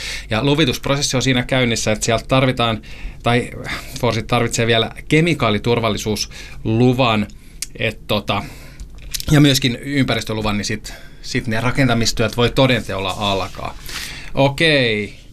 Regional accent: Satakunta, Finland; Me satakuntalaiset ollaan iloista ja tyytyväistä kansaa.

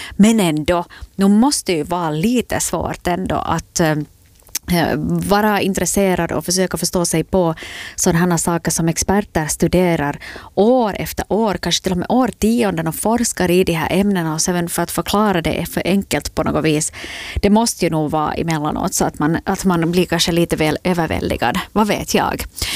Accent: Vaasa, Ostrobothnia, Finland; Här i min hemstad Vasa

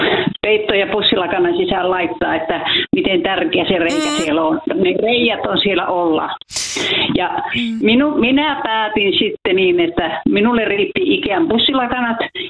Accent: Kemijärvi, Lapland, Finland; No niin, joo, minä olen Kemijärveltä.

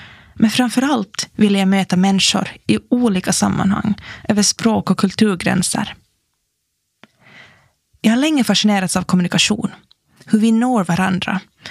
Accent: Finland; moved away as an adult; also born or lived in Denmark; Jag växte upp i Finland. Efter gymnasiet flyttade jag utomlands.

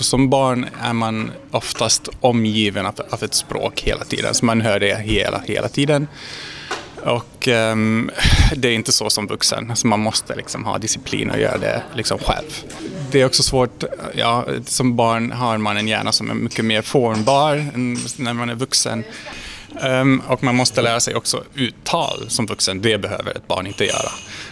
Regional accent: Cluj-Napoca, Cluj County, Romania; born or raised there; first language Hungarian and Romanian; Swedish is a second language

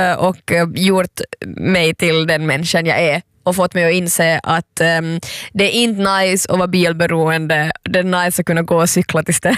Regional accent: Vaasa, Ostrobothnia, Finland; Och jag brukar ju inte säga jättemycket om Vasa som är min hemort.

